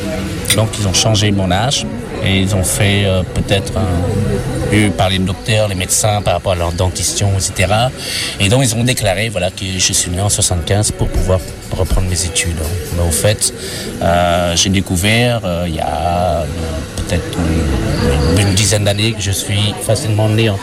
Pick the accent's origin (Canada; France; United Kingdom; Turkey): Turkey; Daou, Batman Province; Apparemment, je viens de Daou, c'est une banlieue de Batman, et voilà, c'est tout ce que je sais.